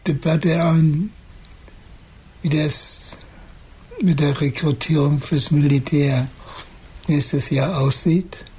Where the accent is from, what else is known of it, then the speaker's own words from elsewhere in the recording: Germany; weil ich komme aus dem Westen